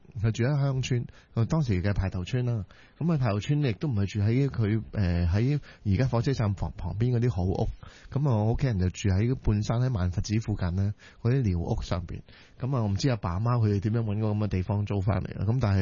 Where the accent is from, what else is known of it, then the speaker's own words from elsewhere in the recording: Hong Kong; born there; 我喺一个好伟大嘅地方，喺一个将会有80多万人嘅一个社区里边